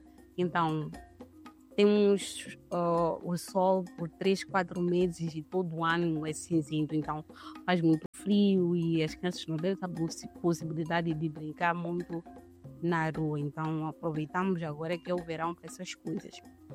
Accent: Mozambique; now in France; Então, quando digo sou de Moçambique, sim, Moçambique, onde que é? Eu não conheço. Que língua falam? Então, é interessante ser mulher e ser moçambicana a viver na França por causa disso.

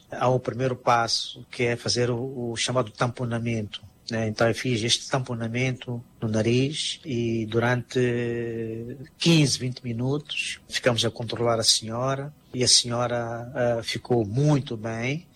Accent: Mozambique; e isto nos orgulha como moçambicanos.

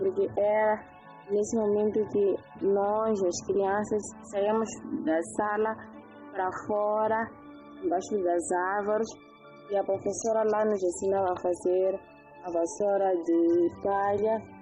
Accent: Inhambane, Mozambique; Eu passei a minha infância e cresci na cidade de Inhambane.

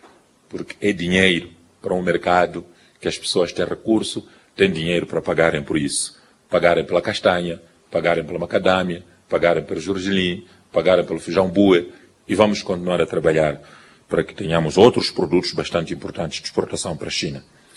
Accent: Mozambique; nós aqui mesmo, como moçambicanos

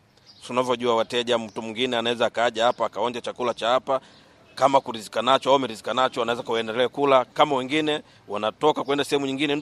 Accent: Mueda, Cabo Delgado, Mozambique; born or raised there

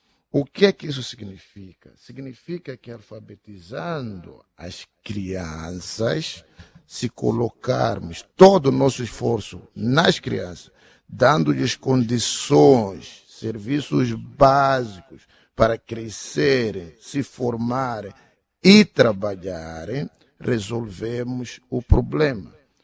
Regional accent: Mozambique; Nós somos moçambicanos.

